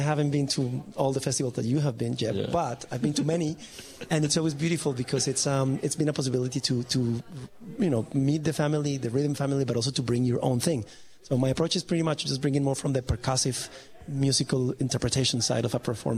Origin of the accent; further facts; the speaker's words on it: Bogotá, Colombia; English is a second language; I'm originally from Colombia. I'm from Bogota.